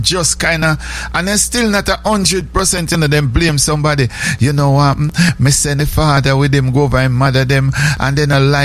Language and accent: English; Jamaica; you see, we grew up in Jamaica where whenever somebody we call him mad, we not call him retarded or a idiot.